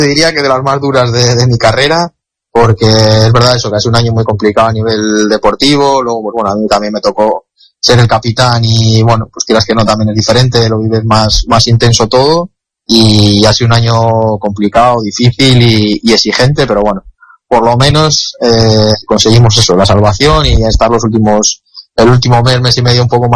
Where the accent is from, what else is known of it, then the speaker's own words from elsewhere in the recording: Santander, Cantabria, Spain; now in Granada, Spain; aquí estoy ya en Santander con la familia, que llevaba tiempo sin verles, y bien, descansando y aprovechando para disfrutar un poco de la tierruca.